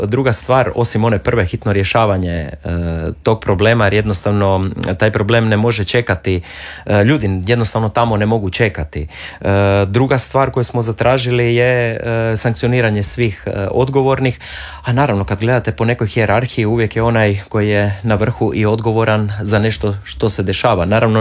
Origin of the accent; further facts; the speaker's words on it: Istria County, Croatia; dolazim iz Istarske županije